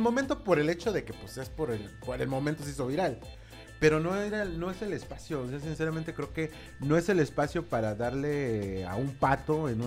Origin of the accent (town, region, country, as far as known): Mexico